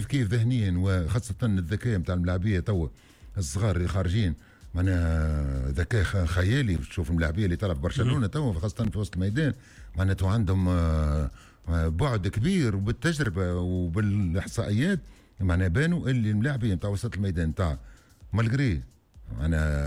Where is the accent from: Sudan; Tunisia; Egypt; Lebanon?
Tunisia; فإحنا في تونس